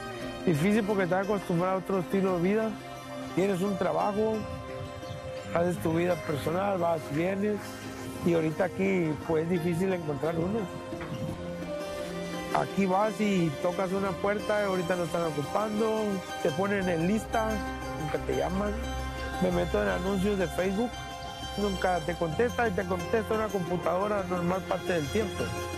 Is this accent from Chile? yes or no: no; Mexico; moved away; Soy mexicano, pero la vida te hace tu pensamiento diferente. Con tanto año vivir en otro país, bastante diferente.